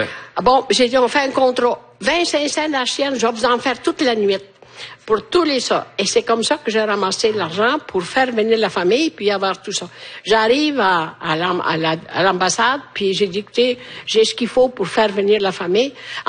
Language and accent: French; Italy; Chez nous, en Italie, il fait chaud.